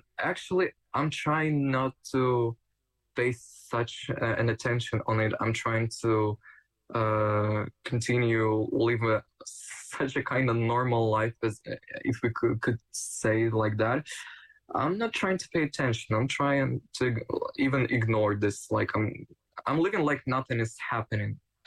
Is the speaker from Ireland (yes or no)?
no; Ukraine; English is a second language